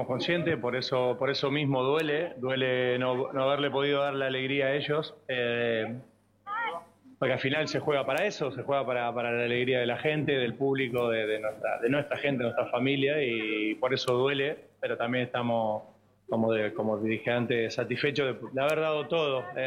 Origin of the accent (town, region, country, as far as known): Argentina